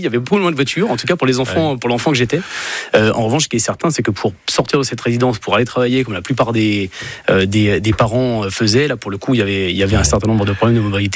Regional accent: Aubervilliers, Île-de-France, France; born there; Oui, je suis né à Aubervilliers en 1983, en région parisienne.

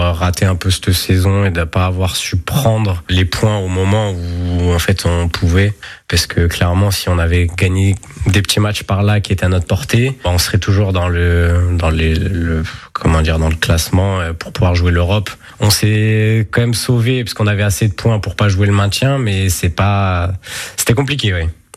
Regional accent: Lyon, Auvergne-Rhône-Alpes, France; Moi je suis de Lyon, donc le derby là-bas c'est Lyon-Saint-Etienne.

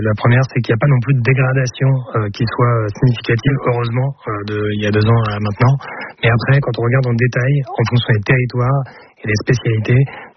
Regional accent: Hauts-de-France, France; moi je viens de Picardie, de l'Aisne par exemple

